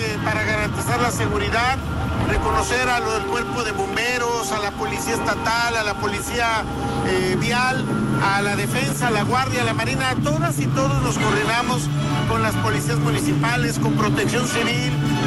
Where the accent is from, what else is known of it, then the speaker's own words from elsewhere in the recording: Oaxaca, Mexico; estemos unidos como mexicanos, como oaxaqueños